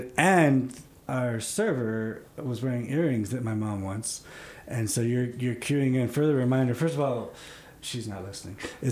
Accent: Baltimore, Maryland, United States; moved away; I'm from Baltimore

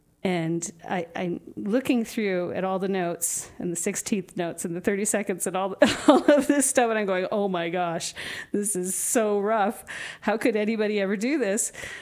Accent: United States; I'm an American and I live in a free country?

